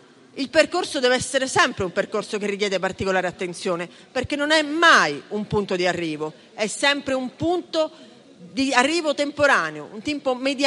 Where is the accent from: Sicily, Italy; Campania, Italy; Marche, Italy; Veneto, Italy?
Sicily, Italy; Io poi personalmente, da siciliana, non posso che essere una strenua sostenitrice delle autonomie.